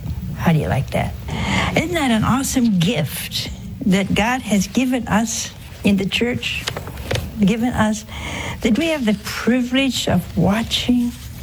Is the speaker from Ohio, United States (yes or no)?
yes; Ohio, United States; We have people from my home state, Ohio